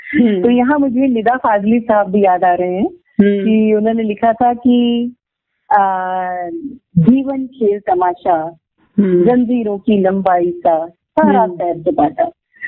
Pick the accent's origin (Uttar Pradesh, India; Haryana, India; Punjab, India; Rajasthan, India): Haryana, India; Panipat; born there; also born or lived in Chandigarh; मेरा जन्म आरती जी चंडीगढ़ में हुआ। मेरे पेरेंट्स पंजाब से सरोकार रखते थे और फादर अपनी नौकरी के चलते हरियाणा में रहे। तो मेरी सारी शिक्षा हरियाणा से ही है जी, स्कूल है, कॉलेज है, ये पानीपत में हुआ